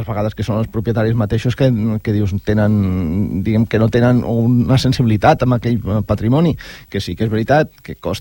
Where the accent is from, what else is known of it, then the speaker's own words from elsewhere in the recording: L'Hospitalet de Llobregat, Catalonia, Spain; aquí a l'Hospitalet, allà al meu poble.